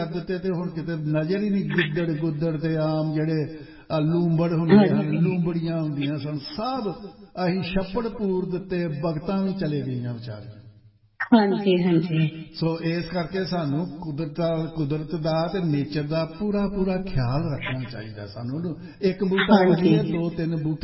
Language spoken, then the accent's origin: Punjabi; Punjab, India; ਸਾਡਾ ਪਿੰਡ ਹੈ ਬਟਾਲੇ ਦੇ ਲਾਗੇ ਖਾਨੂੰ ਆਉਣ ਵਾਲੀ ਸੜਕ ਉੱਥੇ ਟਿੱਬੇ ਹੁੰਦੇ ਸਨ